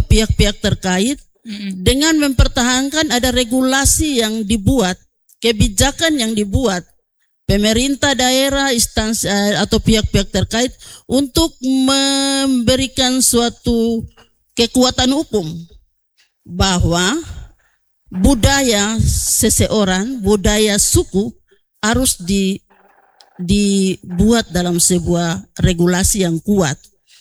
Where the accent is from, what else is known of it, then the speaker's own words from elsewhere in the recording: West Papua, Indonesia; secara khusus kami suku Doreri.